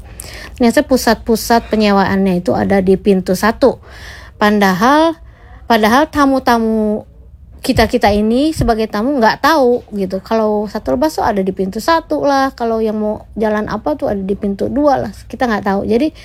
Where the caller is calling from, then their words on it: Bogor, West Java, Indonesia; saya selama ini orang Bogor